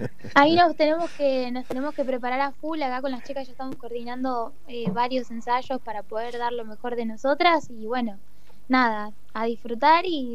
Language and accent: Spanish; Santa Rosa, La Pampa, Argentina; moved away as an adult; now in La Plata, Argentina; yo amo a mi querida Pampa, amo a Santa Rosa. Es todo para mí, siempre que vuelvo es un reencuentro con mi tierra, con mi hogar, mi casa, mi familia.